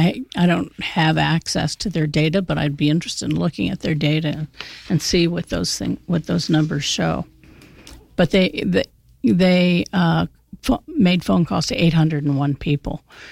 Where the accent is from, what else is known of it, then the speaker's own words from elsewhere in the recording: Albuquerque, New Mexico, United States; growing up in the Southwest, in Albuquerque, New Mexico, and things were just different.